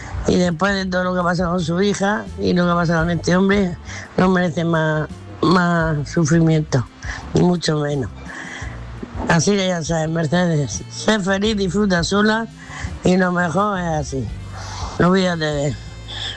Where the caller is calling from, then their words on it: Murcia, Region of Murcia, Spain; de Murcia.